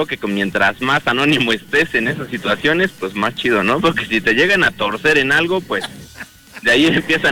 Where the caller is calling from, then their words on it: Tlalpan, Mexico City, Mexico; Del meritito Tlalpan.